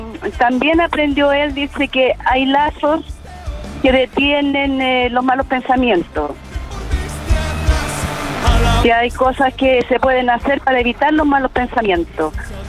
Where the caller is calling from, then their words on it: San Bernardo, Santiago Metropolitan Region, Chile; Yo estoy acá en San Bernardo.